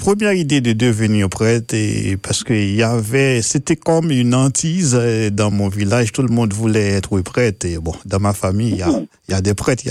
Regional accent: Haiti; Je suis un paysan. Oui. J'ai quitté mon village natal pour entrer à Port-au-Prince pour continuer mes études secondaires.

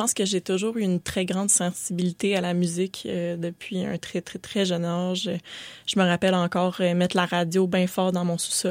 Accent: Saint-Jérôme, Quebec, Canada; Surtout pas dans mon patelin de région de Saint-Jérôme. Il n'y avait pas grand chorale.

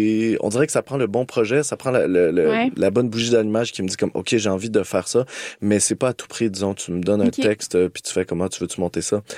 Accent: Montreal, Quebec, Canada; je viens de l'île des Sœurs, j'ai un milieu bourgeois

